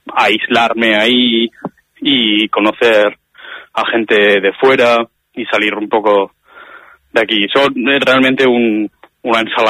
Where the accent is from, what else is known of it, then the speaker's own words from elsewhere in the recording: Eibar, Basque Country, Spain; moved away as an adult; now in Barcelona, Spain; soy de Eibar.